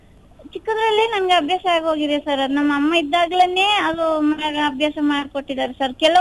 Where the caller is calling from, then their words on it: Madikeri, Karnataka, India; ಮಾತಾಡ್ತಾ ಇದ್ದೀನಿ ಸರ್, ಮಡಿಕೇರಿಯಿಂದ.